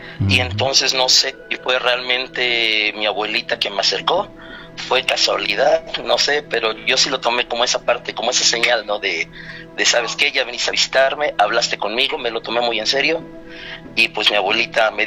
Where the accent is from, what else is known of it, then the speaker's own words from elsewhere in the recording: Atlixco, Puebla, Mexico; Yo soy de Puebla. Sí, señor. Pero toda mi vida viví en Atlixco.